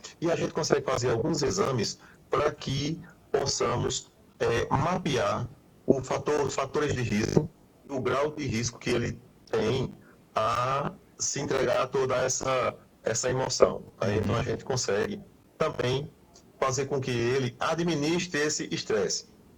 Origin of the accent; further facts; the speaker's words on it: Serra Talhada, Pernambuco, Brazil; Eu sou de Serra Talhada, sou da capital do Chachado. Então aqui o forró reina, né? Forró